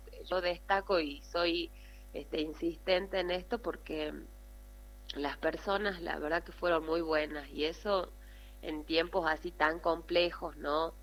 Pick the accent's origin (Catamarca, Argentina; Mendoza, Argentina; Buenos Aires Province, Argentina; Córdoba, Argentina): Catamarca, Argentina; San José; Yo pertenezco a San José.